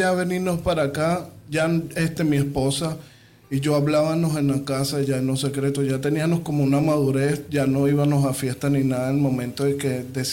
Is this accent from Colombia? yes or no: no; Venezuela; moved away as an adult; now in United States; antes vivía en Venezuela, como lo acabo de decir, soy venezolano, vivía en Venezuela.